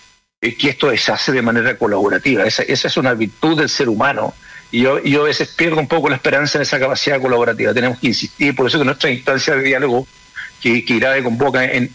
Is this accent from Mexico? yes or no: no; Chile; porque uno se imagina siempre que como chilenos vamos a hacer cosas medias mal terminadas.